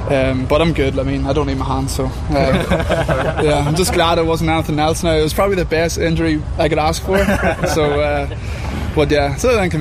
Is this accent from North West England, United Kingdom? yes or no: no; Mayobridge, Northern Ireland, United Kingdom; moved away; So I'm from Mayo Bridge, okay. But that's County Down.